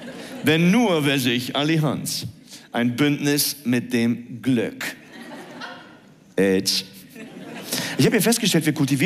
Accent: Cologne, North Rhine-Westphalia, Germany; Ich bin in Köln-Nippes aufgewachsen.

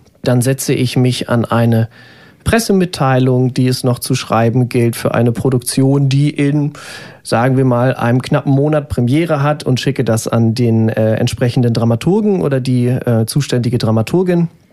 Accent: Braunschweig, Lower Saxony, Germany; gerade weil ich auch aus Braunschweig komme und hier schon ein Netzwerk hatte im Vorhinein

